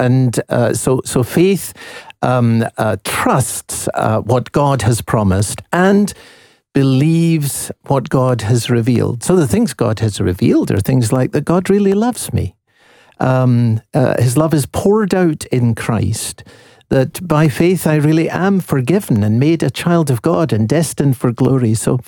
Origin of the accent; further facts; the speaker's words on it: Edinburgh, Scotland, United Kingdom; accent: Scottish; moved away as an adult; also born or lived in London; now in Chicago, United States; I was born and raised in Edinburgh, and I guess you never lose your roots. Served as a pastor in London, in Enfield, North London, for 16 years. Been in Chicago for 30 years